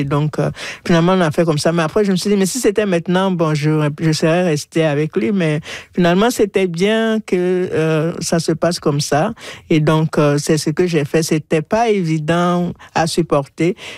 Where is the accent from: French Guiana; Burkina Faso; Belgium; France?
Burkina Faso; Ouagadougou, Centre; moved away as an adult; now in Ottawa, Canada; on continuait de m'appeler au pays. Ça, c'était à Ouaga, au Burkina